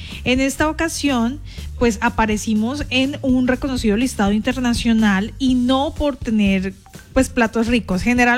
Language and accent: Spanish; Santander, Colombia; la hormiga culona de Santander, de mi tierra.